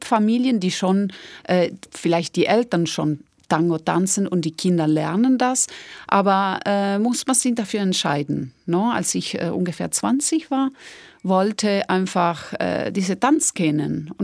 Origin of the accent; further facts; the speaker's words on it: Argentina; German is a second language; now in Wuppertal, Germany; Das ist eine Musik, die eigentlich uns immer als Argentinier begleiten.